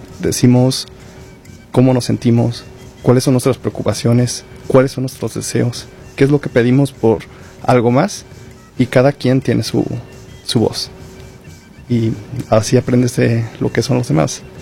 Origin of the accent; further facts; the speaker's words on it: Aguascalientes, Mexico; moved away; Soy de Aguascalientes.